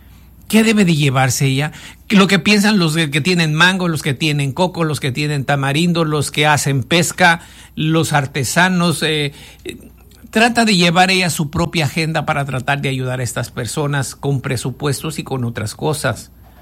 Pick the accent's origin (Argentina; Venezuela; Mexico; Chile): Mexico; porque somos mexicanos, que eso está sujeto a discusión, si somos mexicanos o no.